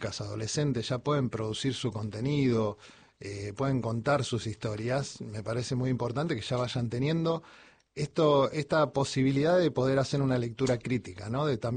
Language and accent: Spanish; Buenos Aires, Argentina; also born or lived in Mendoza; mendocino, me crié en el Gran Buenos Aires y la mitad de mi vida la llevo viviendo en La Boca.